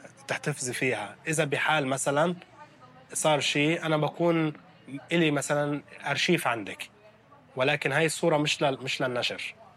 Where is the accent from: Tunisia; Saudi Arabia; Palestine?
Palestine; now in Lebanon; نحنا بالمخيمات كفلسطينيين